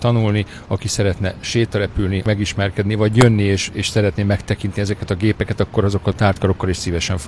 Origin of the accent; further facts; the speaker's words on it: Komló, Baranya, Hungary; én amikor gyerek voltam Komlón